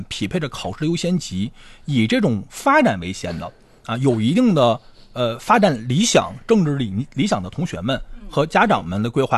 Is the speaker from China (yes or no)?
yes; Northeast China, China; 我也是东北人啊